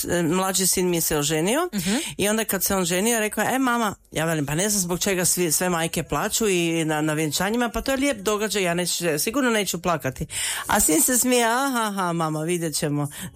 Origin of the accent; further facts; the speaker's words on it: Virje, Koprivnica-Križevci County, Croatia; moved away as an adult; also born or lived in Germany; Ja dolazim iz Podravine, iz Virja.